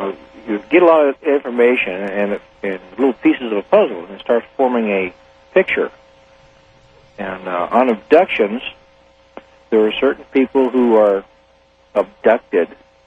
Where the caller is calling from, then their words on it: Tacoma, Washington, United States; Radio Off in Tacoma, Washington.